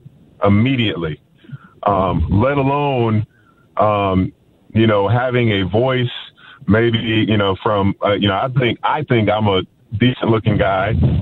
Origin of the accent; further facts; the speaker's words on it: Jacksonville, Florida, United States; Yes, I'm from Jacksonville, Florida. So, to the listeners here, I'm a Jacksonville Jaguars fan, born and raised.